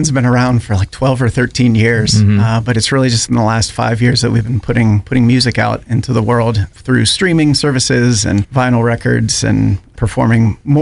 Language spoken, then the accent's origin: English; Youngstown, Ohio, United States; I'm from Youngstown, grew up there.